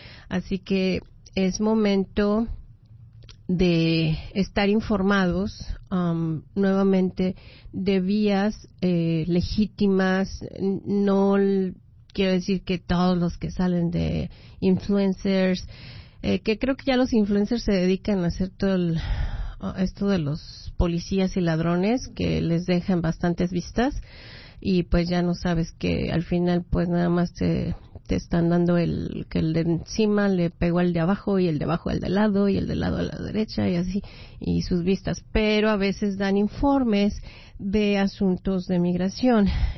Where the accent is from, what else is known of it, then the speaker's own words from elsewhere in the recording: Mexico City, Mexico; now in Las Vegas, United States; yo que soy de la Ciudad de México, que tenemos todos los climas